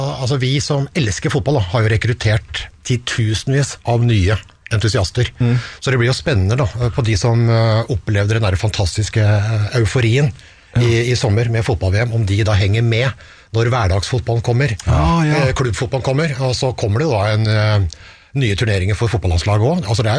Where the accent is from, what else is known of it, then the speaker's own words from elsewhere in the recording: Hamar, Innlandet, Norway; jeg er jo fra Hamar